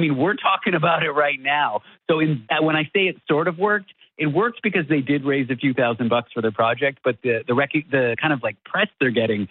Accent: Toronto, Ontario, Canada; I'm from Toronto. I know that's where you live.

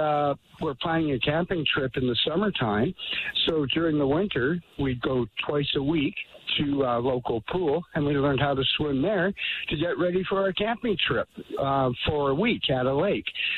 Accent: Victoria, British Columbia, Canada; And, of course, I'm from Victoria, originally from the island.

